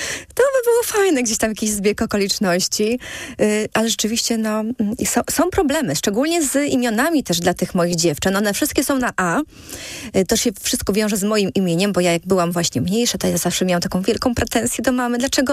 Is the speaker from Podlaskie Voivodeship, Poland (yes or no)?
yes; Podlaskie Voivodeship, Poland